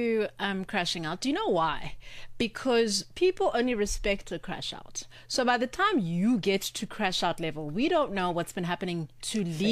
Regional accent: Pretoria, Gauteng, South Africa; I grew up in Pretoria

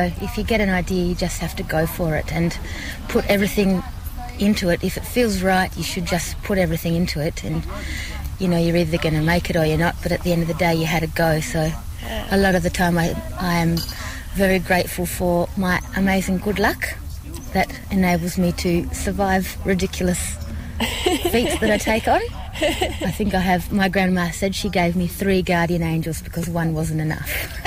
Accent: Tasmania, Australia; Oh, because I'm from Tassie, yeah.

